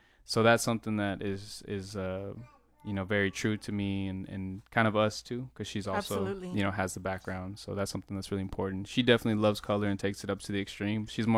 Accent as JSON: {"language": "English", "region": "Arizona", "country": "United States", "tie": "born or raised there", "also_born_or_lived": "California", "said": "Like, I grew up, went to high school in Arizona and college out there. So I spent some time there. And I have family in LA, so spent some time in California. So for me, I feel like just I'm a byproduct of, like, the Southwest."}